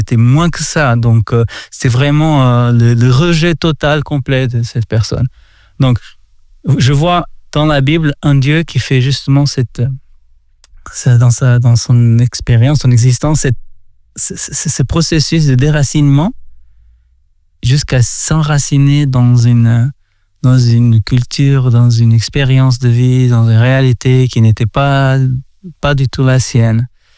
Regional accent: Portugal; Moi, je viens du Portugal

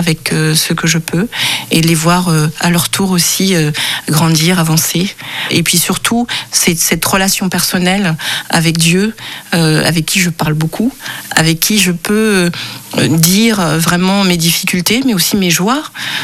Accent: Cameroon; Et c'est pas du tout à ma voix que vous pouvez constater que je suis camerounaise.

